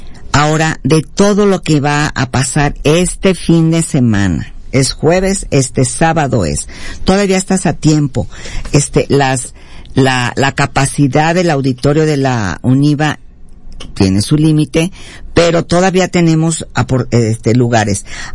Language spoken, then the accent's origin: Spanish; Mexico; Porque como yo soy católica, pero como ciudadana mexicana, sí, no nada más como católica, ¿cuál es mi desafío para sumar a esto?